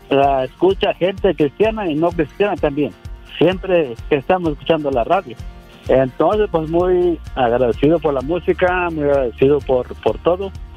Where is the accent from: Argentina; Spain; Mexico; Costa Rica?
Mexico; Guerrero; yo soy mexicano, yo soy de Guerrero